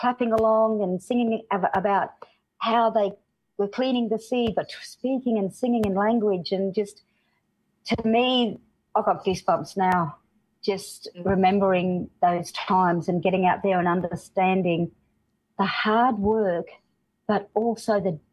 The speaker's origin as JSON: {"language": "English", "region": "Northern Territory", "country": "Australia", "tie": "born or raised there", "also_born_or_lived": "Darwin, Australia", "lives_now": "Alice Springs, Australia", "said": "I was born in Darwin but grew up a lot of my time in the desert."}